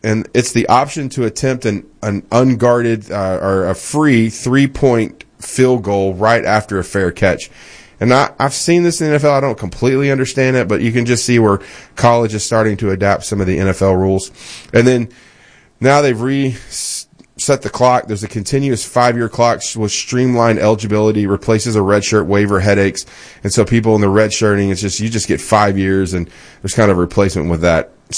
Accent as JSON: {"language": "English", "town": "Little Rock", "region": "Arkansas", "country": "United States", "tie": "born or raised there", "said": "And just in full disclosure, I grew up in Little Rock, Arkansas."}